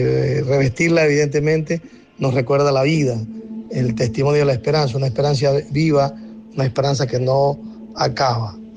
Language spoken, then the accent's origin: Spanish; Manabí, Ecuador; en la parte de lo que somos, los manabitas.